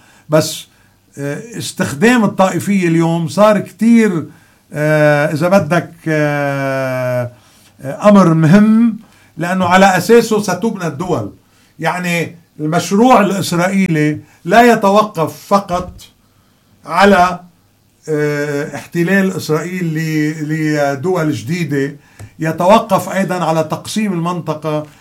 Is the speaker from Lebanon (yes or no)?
yes; Lebanon; أنا ما برضى … كلبناني مسيحي ماروني